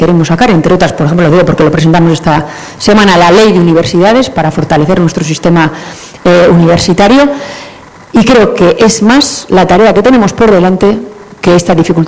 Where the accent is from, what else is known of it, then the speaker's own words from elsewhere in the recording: Navarre, Spain; Aprovecho a decir, mira, los navarros somos plurales, diversos, navarros que se sienten vascos, navarros que se sienten del mundo, navarros que se sienten solo navarros, navarros que se sienten navarros y españoles